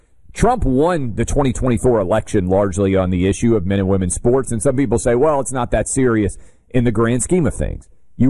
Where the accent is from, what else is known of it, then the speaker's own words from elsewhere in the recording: Nashville, Tennessee, United States; I will bring them to my hometown where I do this show from, Nashville, Tennessee.